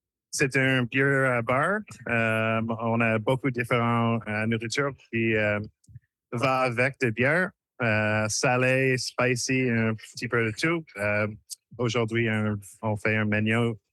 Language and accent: French; Halifax, Nova Scotia, Canada; Oui, je suis de Nouvelle-Écosse. Je suis d'Halifax. Mes grands-parents sont de Shediac. Ma mère de Shediac, puis Bocuse et Saint-Louis-de-Kent.